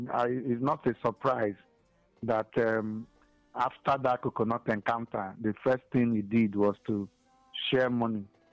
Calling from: Abakaliki, Ebonyi, Nigeria; I'm calling from Abakaliki.

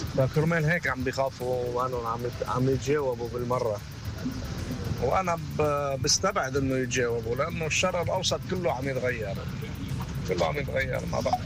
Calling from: Mount Lebanon, Lebanon; من الضاحية

